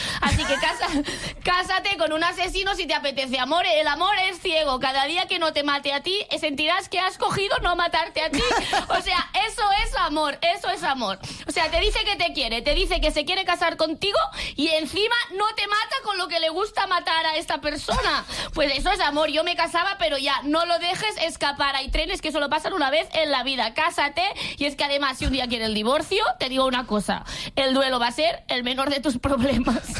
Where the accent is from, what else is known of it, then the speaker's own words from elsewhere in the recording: Andalusia, Spain; Aquí sí que soy andaluza.